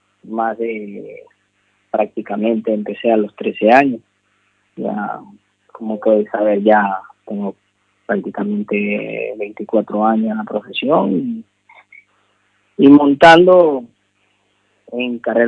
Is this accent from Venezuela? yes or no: yes; Maracaibo, Zulia, Venezuela; born there; Nací en Venezuela, Maracaibo, Estado Zulia.